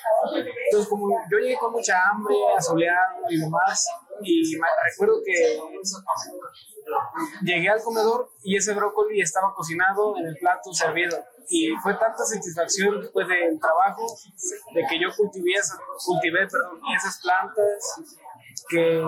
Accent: Zaragoza, Puebla, Mexico; Yo soy originario de un pueblo que se llama Zaragoza, Puebla, al noroeste de la capital poblana

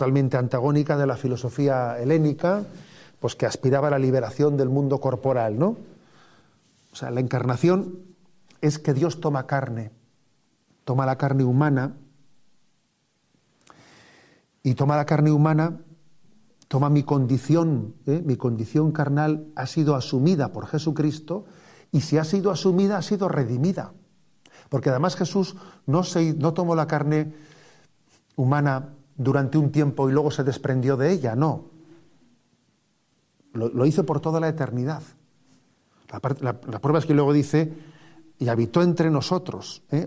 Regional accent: San Sebastián, Basque Country, Spain; born there; Yo siendo un chavalillo aquí en el colegio de Mundaiz

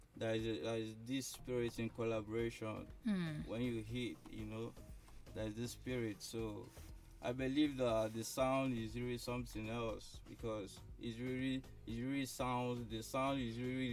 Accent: Imo, Nigeria; I'm from Imo State. So I'm from Imo State, Idato local government.

